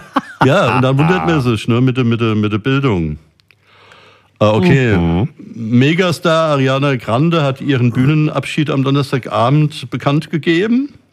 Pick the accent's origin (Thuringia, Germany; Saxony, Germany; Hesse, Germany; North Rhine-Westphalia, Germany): Hesse, Germany; Rüsselsheim; meine Kindheit in Rüsselsheim